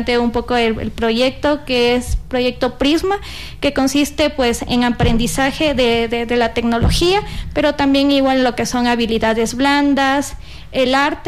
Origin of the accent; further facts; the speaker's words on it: Ecuador; como ecuatorianos tenemos mucho talento